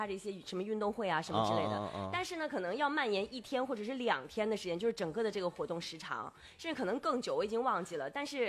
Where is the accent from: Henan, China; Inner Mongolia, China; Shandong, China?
Inner Mongolia, China; now in Nanchang, China; 因为我是内蒙古人嘛，